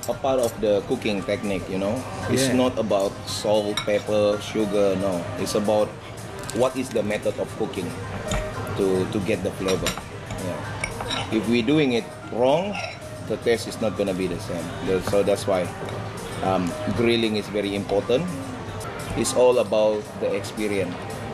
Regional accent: Malaysia; English is a second language; now in Melbourne, Australia; I grew up in Malaysia, and then I've been working in Melbourne.

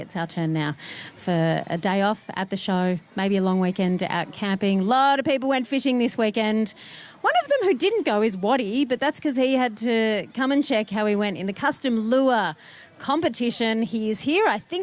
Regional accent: Tallangatta, Victoria, Australia; the story and the connection of my hometown of Talangata.

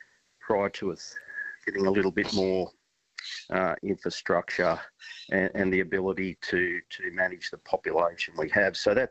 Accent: Blacktown, New South Wales, Australia; Yeah, look, I grew up in Blacktown, essentially, and then made it to the dizzy heights of Penrith.

